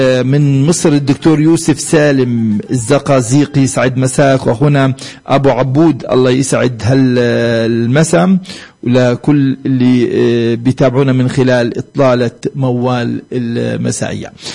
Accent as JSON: {"language": "Arabic", "town": "Bethlehem", "region": "West Bank", "country": "Palestine", "said": "إذن هذه الحالة الجوية ودرجة الحرارة عندنا في بيت لحم الآن 27 درجة مئوية."}